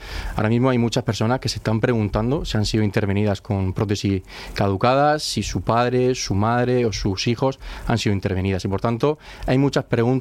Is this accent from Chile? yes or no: no; Spain; como todo español, pues muy orgulloso de ser español y contento.